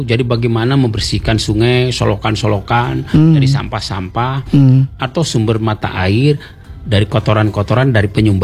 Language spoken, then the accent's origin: Indonesian; Cimahi, West Java, Indonesia; born or raised there